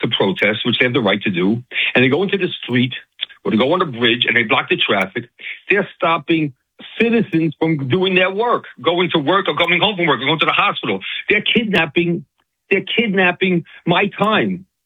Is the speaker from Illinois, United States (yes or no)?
no; Brooklyn, New York, United States; So I grew up in Brooklyn, New York, not Brooklyn, Michigan.